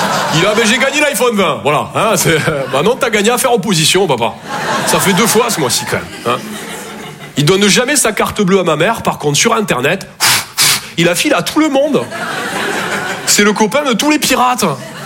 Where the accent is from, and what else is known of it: Toulouse, Occitanie, France